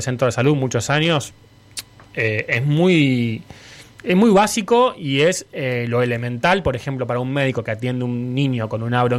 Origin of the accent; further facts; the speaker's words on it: Argentina